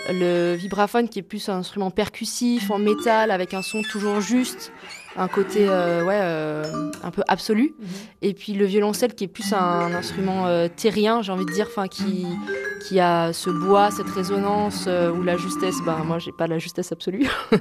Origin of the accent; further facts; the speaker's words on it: Marseille, Provence-Alpes-Côte d'Azur, France; je suis marseillaise.